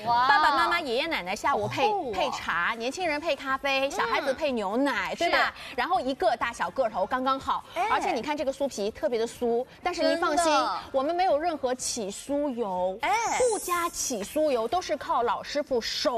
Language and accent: Chinese; southern China, China